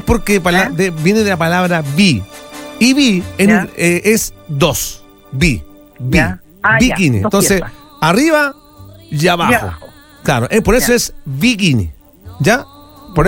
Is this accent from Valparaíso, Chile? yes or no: yes; Quintero, Valparaíso, Chile; ustedes saben que yo vengo de mi comuna de Quintero y participé mucho en radios comunitarias.